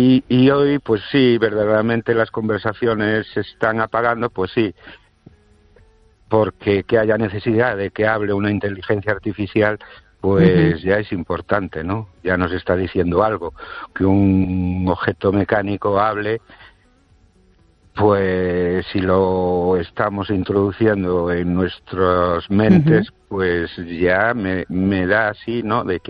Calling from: Ourense, Galicia, Spain; de Orense.

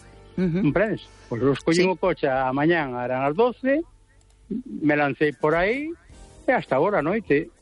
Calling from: Cangas, Galicia, Spain; de Cangas.

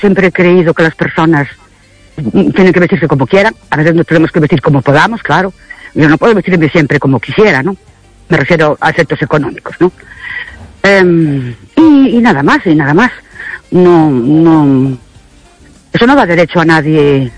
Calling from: Ourense, Galicia, Spain; Hola, buenas noches … de Urense otra vez.

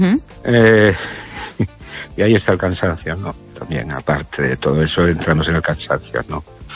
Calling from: Vélez, Spain; de Vélez.

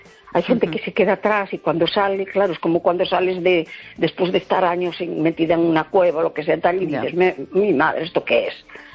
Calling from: A Coruña, Galicia, Spain; Hola, buenas noches … de La Coruña.

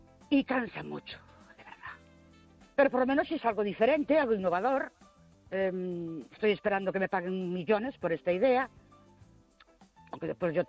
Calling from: Ourense, Galicia, Spain; Buenas noches … de Ourense.

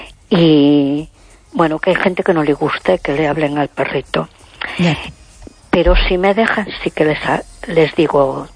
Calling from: A Coruña, Galicia, Spain; de Coruña.

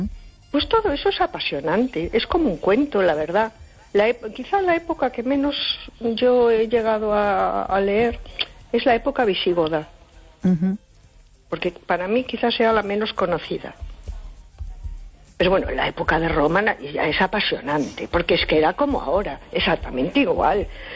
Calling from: A Coruña, Galicia, Spain; de Coruña.

